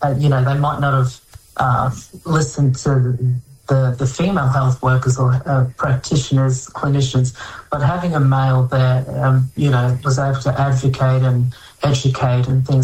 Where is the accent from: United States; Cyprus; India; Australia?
Australia; Bundaberg, Queensland; I grew up in Bundaberg, my hometown. That's where I started my journey as an Aboriginal health worker trainee.